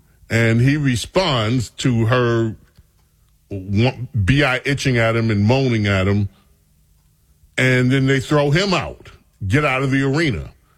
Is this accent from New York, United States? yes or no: yes; St. Albans, New York, United States; When I was growing up in St. Albans, Queens, New York, part of Jamaica, New York, we used to go play basketball.